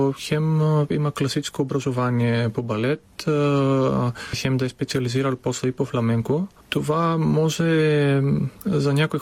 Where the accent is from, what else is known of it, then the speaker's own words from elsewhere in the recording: Veria, Central Macedonia, Greece; Bulgarian is a second language; moved away as an adult; also born or lived in Larissa, Greece; now in Sofia, Bulgaria; родния ми град Верия